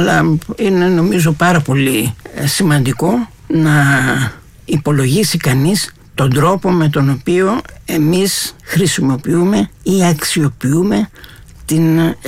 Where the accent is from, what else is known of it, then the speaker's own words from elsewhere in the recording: Greece; first language Greek; είναι η γλώσσα μου, είναι η πατρίδα μου